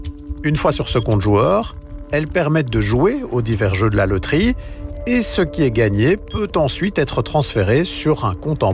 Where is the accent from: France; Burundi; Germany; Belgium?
Belgium